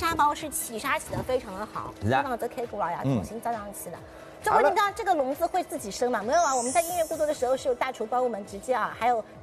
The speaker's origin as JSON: {"language": "Chinese", "region": "Shanghai", "country": "China", "said": "所以讲，这阿拉上海人讲的就是，你好办到啥事体，帮你讲清爽，仔细讲清爽。"}